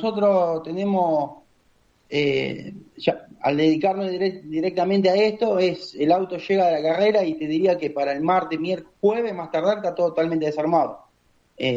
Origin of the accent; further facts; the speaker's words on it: Rosario del Tala, Entre Ríos, Argentina; born there; now in Buenos Aires, Argentina; yo soy allá, nací en Rosario del Tala